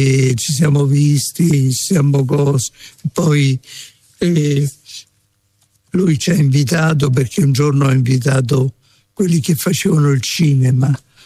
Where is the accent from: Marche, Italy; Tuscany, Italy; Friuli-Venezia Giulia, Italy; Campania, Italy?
Marche, Italy; Macerata; now in Rome, Italy; io facevo il chierichetto da ragazzino quando stavo a Macerata. Poi quando sono venuto a Roma non andavo più a messa, niente.